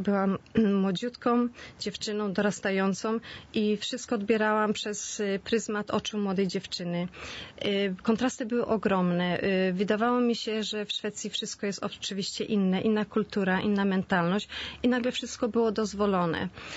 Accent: Świnoujście, West Pomeranian Voivodeship, Poland; moved away

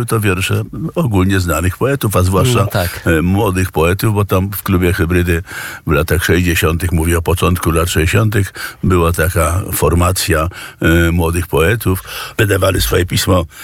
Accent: Warsaw, Masovian Voivodeship, Poland; Ja się wychowałem w gruzach Warszawy

